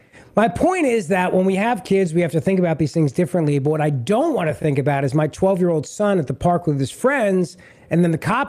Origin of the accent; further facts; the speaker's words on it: New Jersey, United States; now in South Jersey, United States; Look, I grew up in North Jersey, not South Jersey. I happen to live in South Jersey now, but I grew up in North.